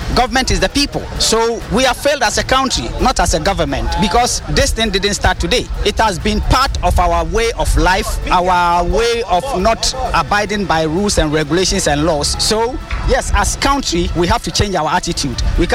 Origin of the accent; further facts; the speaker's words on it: Ghana; So all of us as Ghanaian citizens must learn to abide by the rules and regulations and be law-abiding citizens